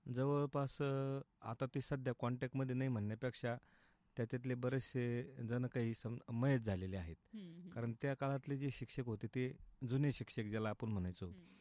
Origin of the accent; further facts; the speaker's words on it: Maharashtra, India; also born or lived in Shiregaon, Nevasa taluka; बालपण हे माझ्या मूळ जे माझं गाव आहे मौजे वांजुळपोळी तालुका राहुरी ह्या गावामध्येच गेलं। आणि माझं तसं जन्म ठिकाण हे नेवासा तालुक्यातील शिरेगाव गाव आहे। आणि जे माझं म्हणजे आईचं जे माहेर आहे ते शिरेगाव